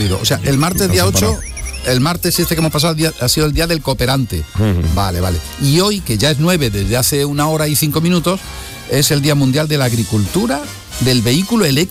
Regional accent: Córdoba, Andalusia, Spain; yo no, yo soy cordobés

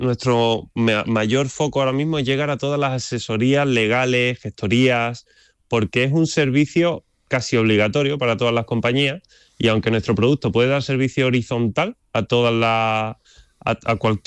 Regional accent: Andalusia, Spain; Yo soy un poco apasionado de la geopolítica a nivel español y, por supuesto, me siento andaluz.

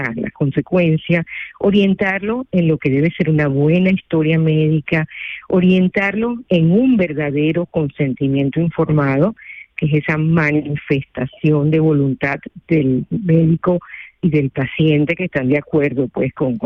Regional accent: Venezuela; accent: Venezuelan; moved away as an adult; now in Spain; yo soy venezolana, como seguramente te has dado cuenta por mi acento.

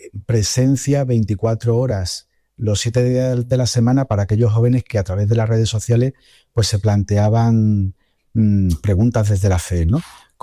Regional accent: Lepe, Andalusia, Spain; Mi padre tiene una imprenta en mi pueblo, en Lepe, y yo desde chico pues trasteaba con los ordenadores Apple que él iba soltando

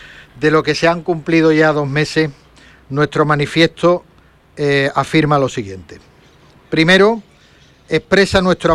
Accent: Andalusia, Spain; lo que nos faltaba como andaluces

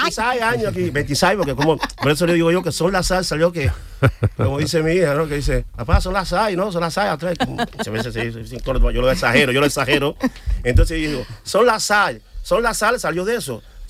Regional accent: Cuba; now in Spain; Pero como en Cuba le decimos gallego a todos los españoles, da igual, sea Andalucía.

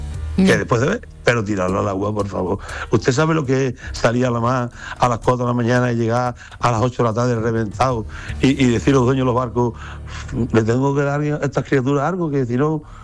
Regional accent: Isla Cristina, Andalusia, Spain; yo soy de la Cristina, yo me siento de la Cristina, soy un luchador, llevo 41 años trabajando, tengo 61

